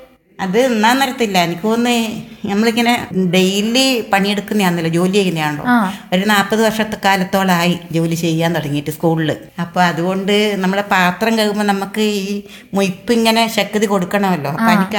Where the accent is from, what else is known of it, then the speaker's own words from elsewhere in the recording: Pandalam, Kerala, India; now in Kannur, India; എന്റെ സ്വന്തം നാട് പന്തള വന്ന. നമ്മൾ പത്തനംതിട്ട ജില്ലക്കാരാ.